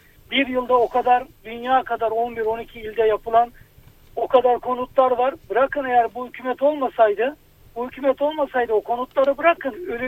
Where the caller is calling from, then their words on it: Istanbul, Turkey; İstanbul'dan arıyorum.